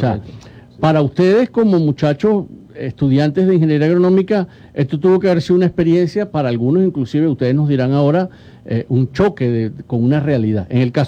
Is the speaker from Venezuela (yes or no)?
yes; Venezuela; Eso para nosotros como venezolanos.